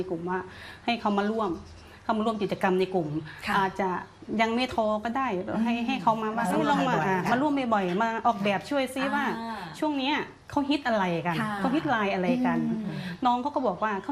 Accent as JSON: {"language": "Thai", "region": "Sisaket", "country": "Thailand", "said": "เราเป็นคนศรีสะเกษ"}